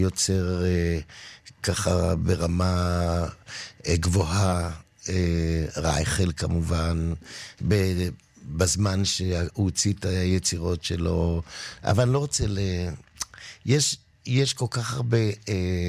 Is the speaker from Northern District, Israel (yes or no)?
no; Givatayim, Tel Aviv District, Israel; אני גדלתי עם ראש אחר לחלוטין, ואהבתי את הכרם, איפה שהסבתא שלי והבני דודים שלי, וכמובן גבעתיים, שהייתה העיר מדהימה לגדול בה.